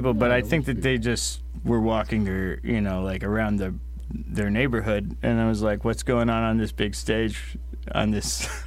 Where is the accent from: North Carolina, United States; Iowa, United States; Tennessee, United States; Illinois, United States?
Illinois, United States; Chicago; I don't know California that well because I'm from Chicago.